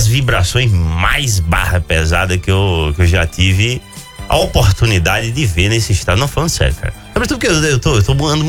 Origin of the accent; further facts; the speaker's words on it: Northeast Brazil, Brazil; A gente é nordestino